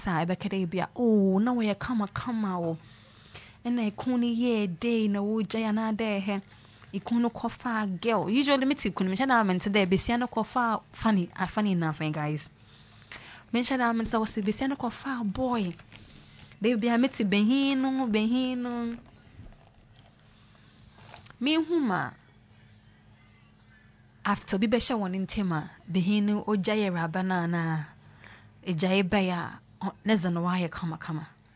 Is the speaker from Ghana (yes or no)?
yes; Ghana